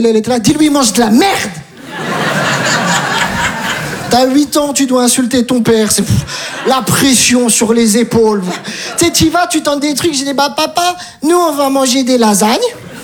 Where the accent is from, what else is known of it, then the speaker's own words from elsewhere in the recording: Metz, Grand Est, France; Je viens de Metz, j'ai tout abandonné.